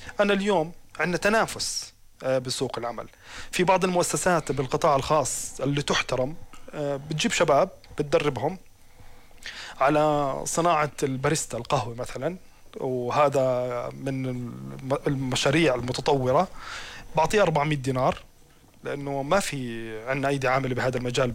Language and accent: Arabic; Jordan; واحنا للأمان كأردنيين لازم نفتخر بهاي الرؤية